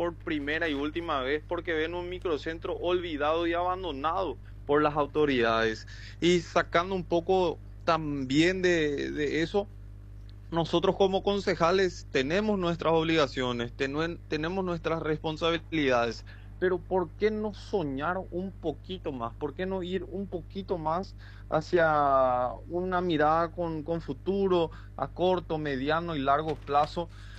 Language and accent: Spanish; Ciudad del Este, Alto Paraná, Paraguay; nosotros como esteños